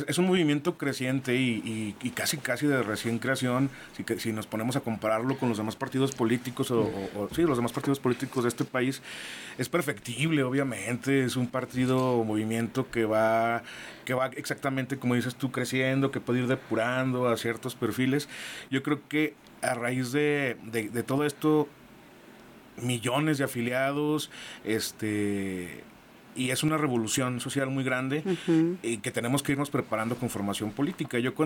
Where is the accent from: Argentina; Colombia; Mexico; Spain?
Mexico